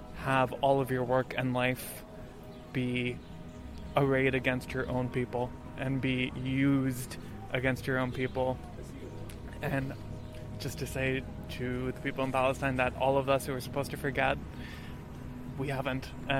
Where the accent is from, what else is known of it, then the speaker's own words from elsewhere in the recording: Canada; born there; I'm one of the Palestinians, not who's just supposed to forget by time, but also by displacement. By being moved to Canada, I was born in Canada